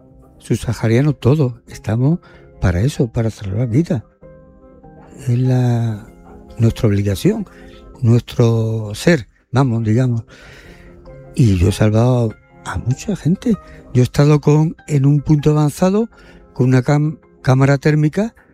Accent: Spain; Por supuesto que queremos muchísimo más nosotros, los melillenses y los ceutíes, somos mucho más españoles que, bueno, no españoles, digamos que somos nacionalistas

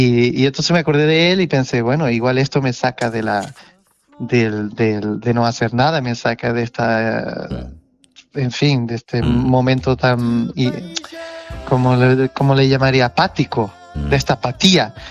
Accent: Portugal; Spanish is a second language; lo que traigo es mi acento. Yo estoy muy orgulloso del portugués, de la lengua portuguesa y también cómo la hablan los portugueses, ¿sabes?

